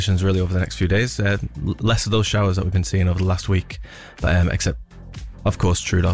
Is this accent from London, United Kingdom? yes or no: no; Salford, North West England, United Kingdom; From Manchester, or Salford specifically.